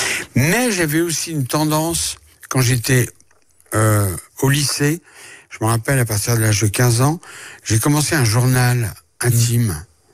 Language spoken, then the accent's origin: French; France; born there